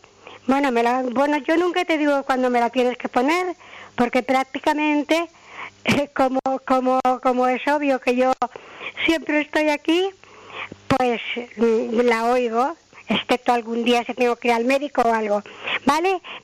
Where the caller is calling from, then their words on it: Balearic Islands, Spain; de Senoliva.